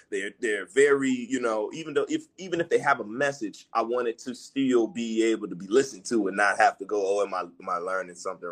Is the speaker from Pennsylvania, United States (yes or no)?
no; Chicago, Illinois, United States; I'm from Chicago, man.